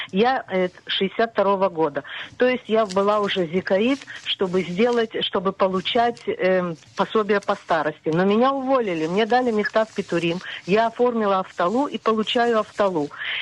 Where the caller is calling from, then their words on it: Petah Tikva, Central District, Israel; из Пытоциклы. У меня такой вопрос. В прошлом году, в августе месяце 25-го года, мне исполнилось 63 года. Я 62-го года.